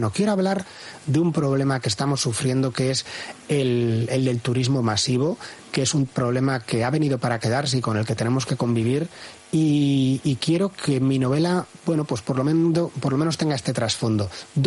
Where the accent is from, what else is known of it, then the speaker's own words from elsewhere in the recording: San Sebastián, Basque Country, Spain; Yo soy de Donosti, yo vivo en Donosti.